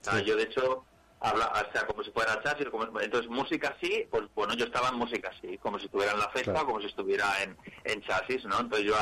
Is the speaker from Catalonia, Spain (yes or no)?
yes; Barcelona, Catalonia, Spain; soy de Barcelona, pero en el fondo soy del Madrid